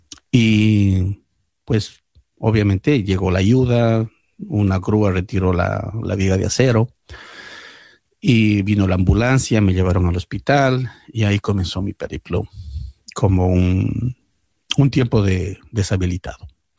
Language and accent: Spanish; Ecuador; now in New York, United States; En el año 1994 yo vine del Ecuador a Nueva York.